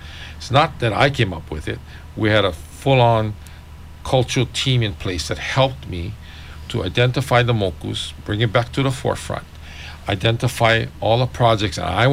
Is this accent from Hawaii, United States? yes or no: yes; Hawaii, United States; You know, being Hawaiian myself